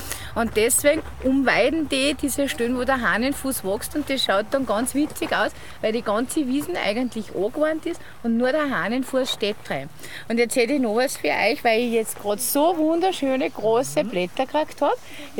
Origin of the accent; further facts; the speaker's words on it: Mitterndorf, Austria; Ich bin aus Mitterndorf.